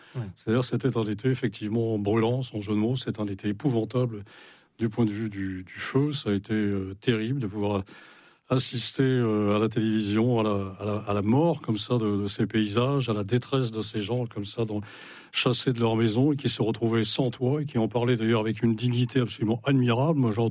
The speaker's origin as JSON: {"language": "French", "region": "Brittany", "country": "France", "said": "Moi, je suis un vrai breton. Mmh. Et comme tous les bretons, je suis un breton de migrateur. Et ce n'est pas un hasard si mon père m'a fait naître en dehors des murs de Bretagne."}